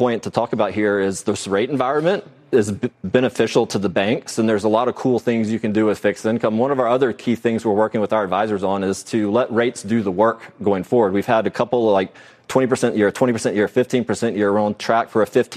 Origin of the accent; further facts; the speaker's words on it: Alabama, United States; I'm from Alabama